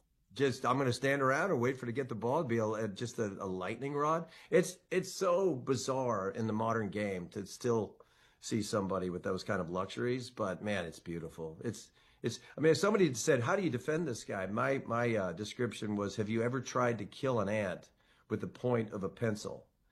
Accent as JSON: {"language": "English", "town": "Westlake Village", "region": "California", "country": "United States", "said": "I was lucky. I'm from Westlake Village, California. Wayne used to live out there."}